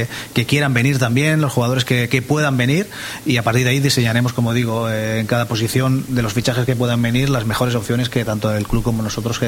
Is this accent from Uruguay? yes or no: no; Barcelona, Catalonia, Spain; es una persona a la que conozco, somos de Barcelona